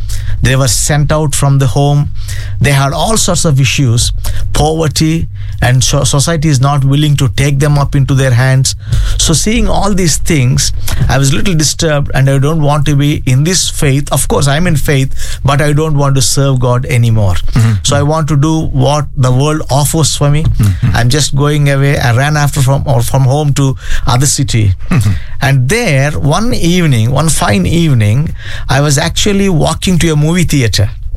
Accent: India; I come from India

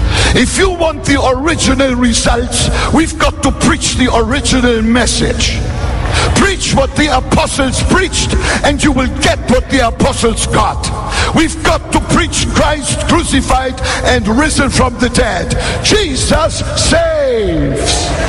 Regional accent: Northern Germany, Germany; English is a second language; moved away; I grew up in North Germany as a small boy in post-war Germany. Right there, very close to the North Sea. Tidal area.

